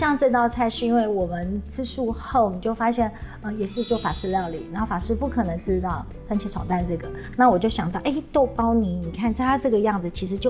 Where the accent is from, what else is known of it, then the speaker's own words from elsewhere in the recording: Zhejiang, China; 还是因为我们浙江人喜欢吃酸酸甜甜